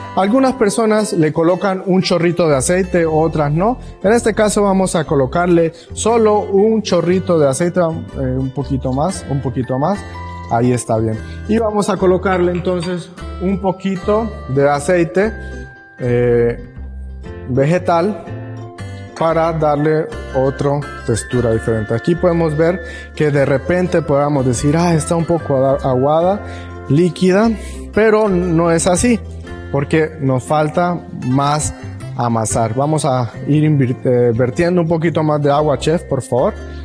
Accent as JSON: {"language": "Spanish", "country": "Venezuela", "said": "Yo, como venezolano, estoy feliz"}